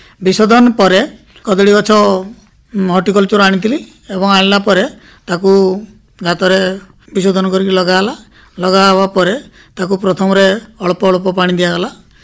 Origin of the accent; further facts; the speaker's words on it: Chhendkapur, Odisha, India; ମୁଁ ଛେଣ୍ଡକାପୁରୁ ଆସିଛି।